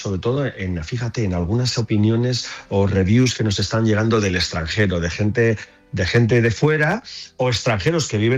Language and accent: Spanish; Irún, Basque Country, Spain; Soy del País Vasco, soy de Irún. Soy, por tanto, fronterizo.